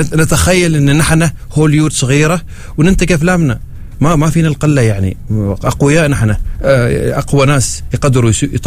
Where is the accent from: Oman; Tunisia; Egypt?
Oman